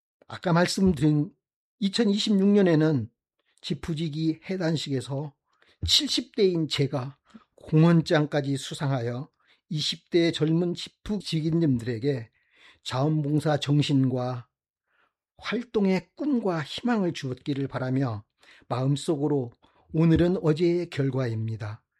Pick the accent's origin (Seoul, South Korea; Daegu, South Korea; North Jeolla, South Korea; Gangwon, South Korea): North Jeolla, South Korea; Jeonju; 내가 사랑하는 내 고향 전주